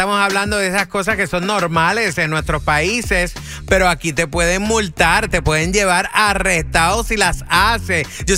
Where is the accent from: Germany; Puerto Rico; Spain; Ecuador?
Puerto Rico; now in New York, United States; como un petardo, le decimos, ajá, en Puerto Rico